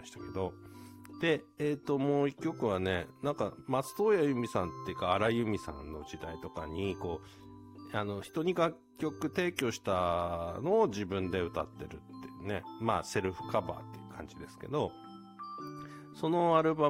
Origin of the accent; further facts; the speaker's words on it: Tohoku, Japan; やっぱり東北としては、東北人としては、なんか盛岡が出てくるというと、なんかいいなぁなんて思いながら聞いてましたけど